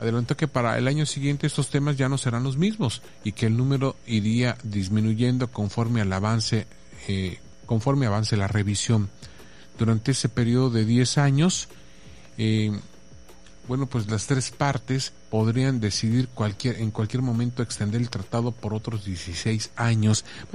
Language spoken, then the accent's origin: Spanish; Mexico